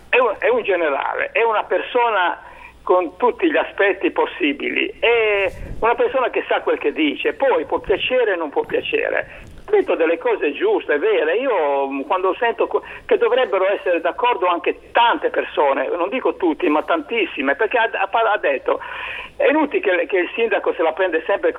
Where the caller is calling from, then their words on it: Albenga, Liguria, Italy; Io sono di Albenga, no? Sono di Albenga.